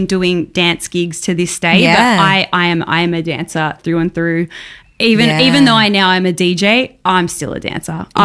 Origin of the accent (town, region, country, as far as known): Australia